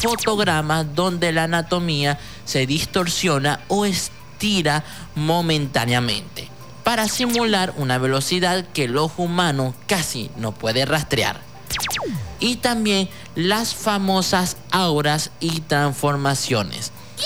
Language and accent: Spanish; Venezuela